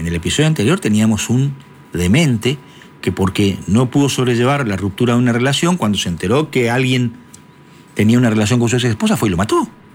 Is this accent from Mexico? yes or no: no; Corrientes, Argentina; somos correntinos